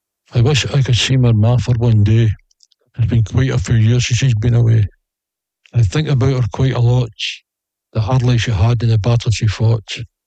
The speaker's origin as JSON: {"language": "English", "region": "Scotland", "country": "United Kingdom", "said": "I'm Scottish. Although my dad was Irish, he came from Sligo."}